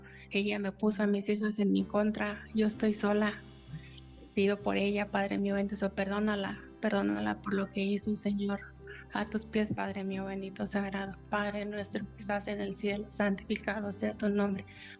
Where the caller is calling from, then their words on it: Fresnillo, Zacatecas, Mexico; Bueno, de Fresnillo, Zacatecas.